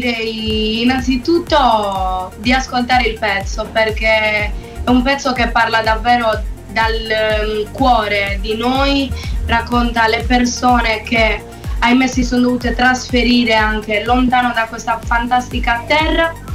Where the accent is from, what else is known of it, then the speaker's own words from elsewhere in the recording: Sardinia, Italy; ho 18 anni, sono una cantautrice, sono sarda.